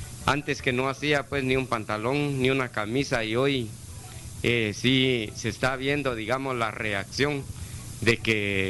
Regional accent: Santa Rosa de Lima, Santa Rosa, Guatemala; now in Guatemala City, Guatemala; Yo soy nativo, digamos, de Santa Rosa de Lima, vivo en la colonia Maya, zona 18.

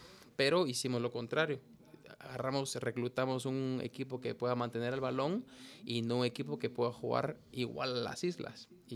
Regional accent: Guatemala City, Guatemala Department, Guatemala; como buen guatemalteco. Yo, bueno, crecí ahí por la Universidad de San Carlos

